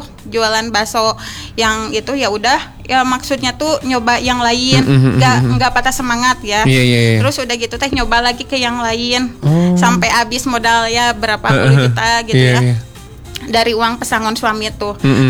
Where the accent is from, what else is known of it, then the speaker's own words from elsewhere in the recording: Cimahi, West Java, Indonesia; now in Bandung, Indonesia; Terus saya juga kebetulan asli orang Cimahi.